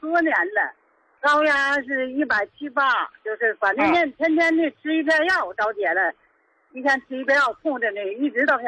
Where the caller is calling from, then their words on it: Qingdao, Shandong, China; 我是青岛的。